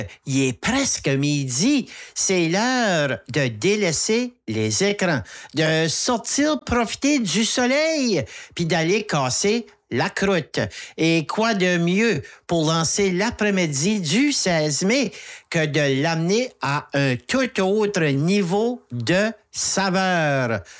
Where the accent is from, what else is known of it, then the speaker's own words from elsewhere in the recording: New Brunswick, Canada; chez nous au Nouveau-Brunswick